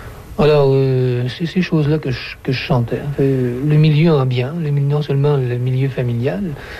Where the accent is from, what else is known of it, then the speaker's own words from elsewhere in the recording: Quebec City, Quebec, Canada; Parce que je suis Québécois, et à Québec, il y a des petites chapelles, il y a des petites gangs. Moi, j'étais un gars de la basse ville.